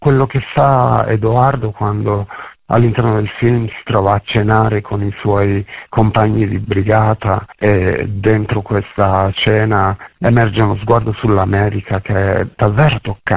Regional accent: Naples, Campania, Italy; now in Sardinia, Italy; io sono un napoletano arrivato in Sardegna alla fine degli anni 70

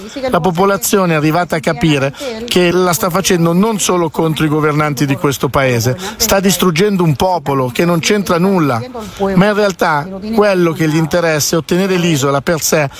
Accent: Havana, Cuba; Italian is a second language; se la situazione nel mio paese continua ad aggravarsi così, il popolo cubano finirà per scomparire. È triste dirlo, è un'angoscia totale. Con questi blackout i propri cari non riescono più a resistere. Io sono dell'Havana, la mia famiglia è dell'Oriente

